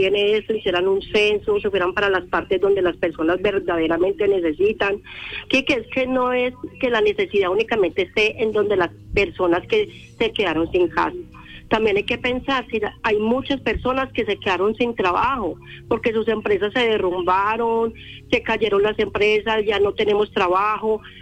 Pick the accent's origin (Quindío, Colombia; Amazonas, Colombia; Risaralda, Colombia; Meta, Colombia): Risaralda, Colombia; Dosquebradas; Yo amo mucho mi municipio de Dos Quebradas, quiero mucho Pereira, mi tierra